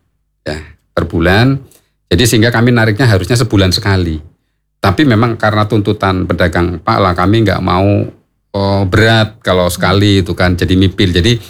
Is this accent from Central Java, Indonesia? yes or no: yes; Banyumas, Central Java, Indonesia; accent: Banyumasan; first language Banyumasan Javanese; Indonesian is a second language; kadang-kadang itu Banyumas aslinya keluar mbak, ya, cokan itu bahasa asli saya keluar.